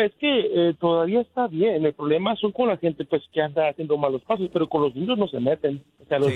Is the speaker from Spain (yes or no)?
no; Guerrero, Mexico; Yo crecí en Guerrero, compa. Soy de Guerrero.